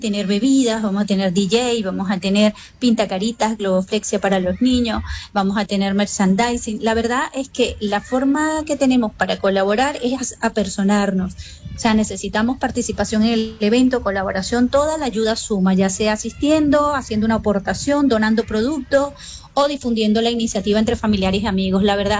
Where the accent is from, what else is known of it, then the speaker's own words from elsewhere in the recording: Venezuela; now in Almería, Spain; mi hija y yo somos dos venezolanas más que tenemos ya 9 años en Almería, resididas aquí.